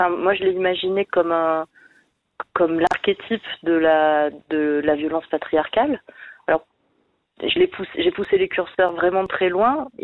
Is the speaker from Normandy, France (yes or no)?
no; Provence-Alpes-Côte d'Azur, France; J'ai grandi dans les Hautes-Alpes et dans un rapport très, très concret, très direct et très libre avec les éléments